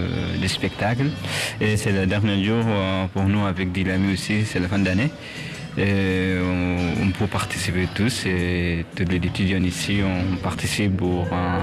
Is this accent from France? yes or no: no; Sudan; je viens de Soudan, j'ai 20 ans.